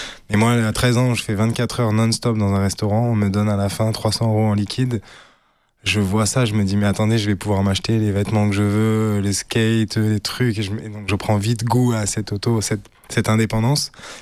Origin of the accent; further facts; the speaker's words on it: Auvergne-Rhône-Alpes, France; moved away; also born or lived in Australia; j'ai grandi dans la Drôme provençale, dans un terrain familial où il y avait le restaurant de mes cousins.